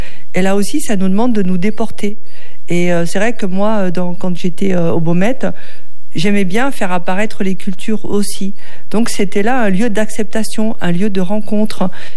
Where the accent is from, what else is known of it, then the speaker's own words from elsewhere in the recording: France; sache que je suis une Française, je sais comment fonctionne la France